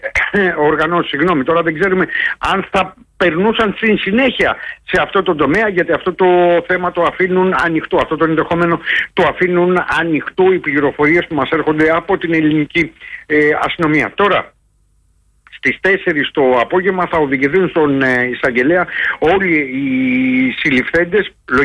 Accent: Dafni, Western Greece, Greece

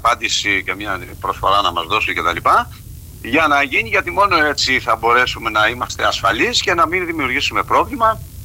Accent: Zakynthos, Ionian Islands, Greece; Είμαι Ζακυνθινός, είμαι πολίτης

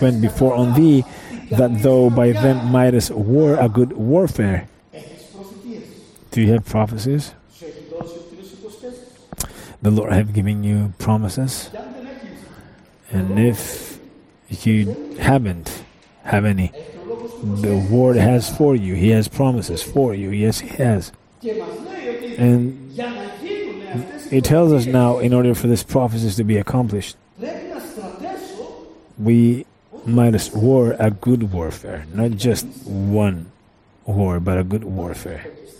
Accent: Rhodes, South Aegean, Greece; English is a second language; within a year I was in Heraklio from Rhodes, what was my homeland.

